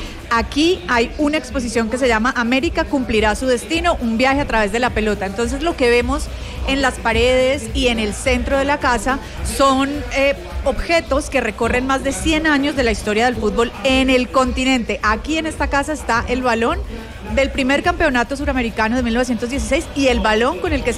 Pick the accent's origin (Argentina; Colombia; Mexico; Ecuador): Colombia; nosotros somos colombianos